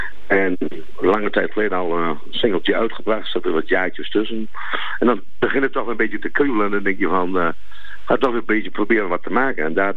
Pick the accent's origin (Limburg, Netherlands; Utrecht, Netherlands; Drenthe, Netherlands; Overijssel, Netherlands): Drenthe, Netherlands; Klazienaveen; geboren en getogen in Klasineveen, dorpje in Drenthe. Woon inmiddels in Emmen